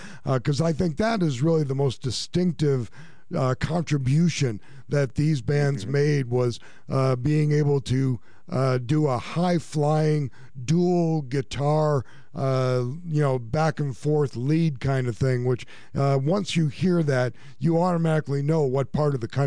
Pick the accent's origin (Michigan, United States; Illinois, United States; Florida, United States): Michigan, United States; Detroit; growing up in Detroit